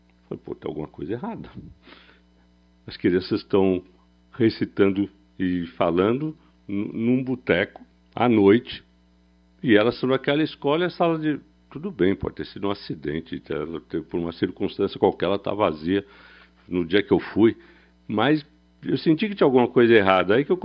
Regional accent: São Paulo, Brazil; Apesar de ter essa cara de Moema, eu sou do Capão Redondo, do Campo Limpo com Capão Redondo. Então, minha vida foi escola pública

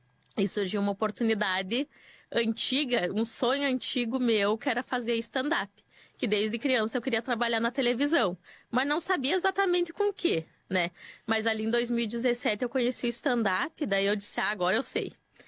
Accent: Vacaria, Rio Grande do Sul, Brazil; moved away as an adult; Eu saí de Vacaria quando eu tinha 18 anos, porque meu sonho era trabalhar numa empresa grande.

